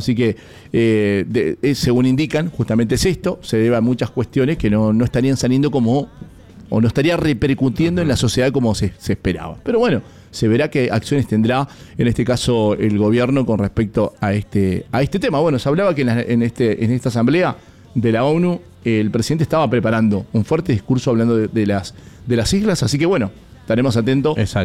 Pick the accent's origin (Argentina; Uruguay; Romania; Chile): Argentina; Mendoza